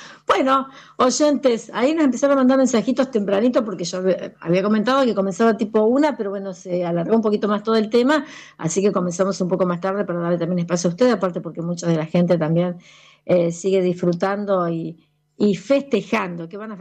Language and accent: Spanish; Argentina; somos argentinos